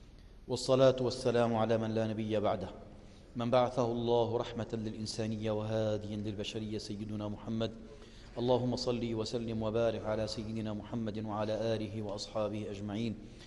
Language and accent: Arabic; Jordan; اللهم اجعل بلدنا الأردن بلد أمن وأمان، وأمان واستقرار، بلد رخاء وسرور يا أكرم الأكرمين